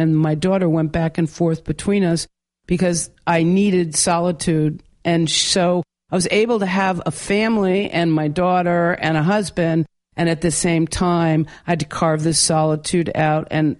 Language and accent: English; North Shore of Long Island, New York, United States; we grew up on the North Shore of Long Island where there were very, very wealthy people.